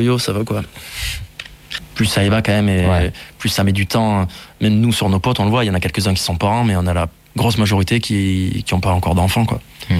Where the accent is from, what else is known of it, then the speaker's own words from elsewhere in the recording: Occitanie, France; born there; moved away; Ce truc de grandir à la campagne, partir dans une ville et au final toujours se sentir happé et revenir en fait là où t'as grandi, quoi. Tu vois, l'Aveyron, moi je sais que je finirai ici, quoi.